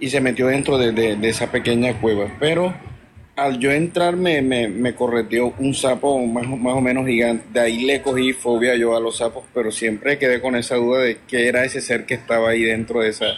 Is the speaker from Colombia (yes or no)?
yes; Bolívar, Colombia; now in Cartagena, Colombia; De un pueblo cerca de Arjona, Bolívar.